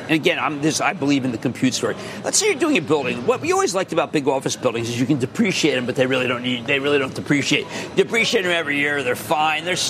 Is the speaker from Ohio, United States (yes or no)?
no; Philadelphia, Pennsylvania, United States; I'm from Philadelphia.